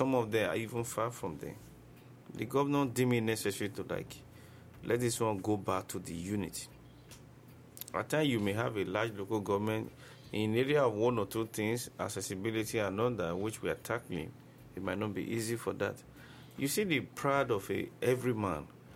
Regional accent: Ewohimi, Edo, Nigeria; now in Benin City, Nigeria; where I came from Ewohimi

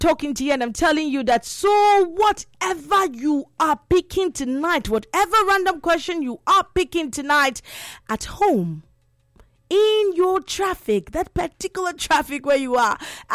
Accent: Nigeria

